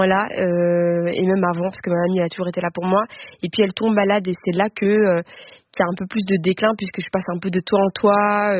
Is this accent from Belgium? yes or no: yes; Belgium; je suis métisse, donc je suis belge, je suis congolaise, j'ai des traits qui me rappellent que je suis congolaise aussi